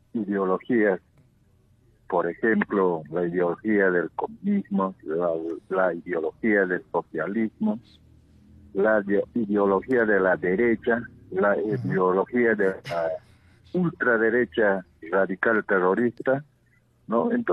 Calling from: Juliaca, Puno, Peru; de acá, de Juliaca, Los Puentes.

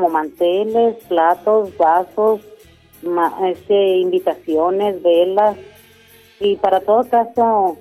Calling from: Chihuahua, Mexico; De la Abraham González.

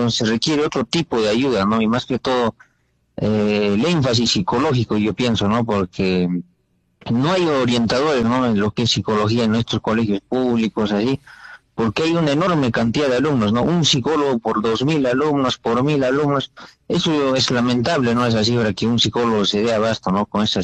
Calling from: Tacna, Peru

